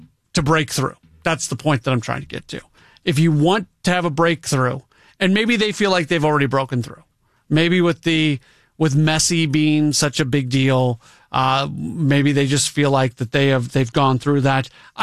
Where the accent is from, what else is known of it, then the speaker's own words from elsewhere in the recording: St. Louis, Missouri, United States; Growing up in St. Louis, I thought everybody loved baseball the way we did.